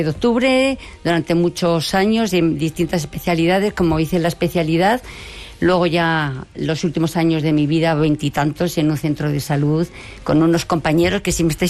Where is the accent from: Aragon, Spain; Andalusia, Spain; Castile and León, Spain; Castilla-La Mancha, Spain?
Castile and León, Spain; Briviesca; Y yo soy de Burros, bueno, de Briviesca.